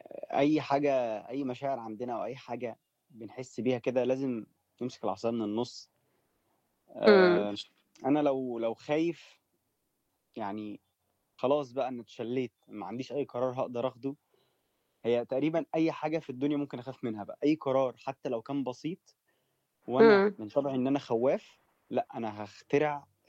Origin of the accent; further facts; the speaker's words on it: Egypt; احنا بجد كمصريين شطار قوي في الأمثلة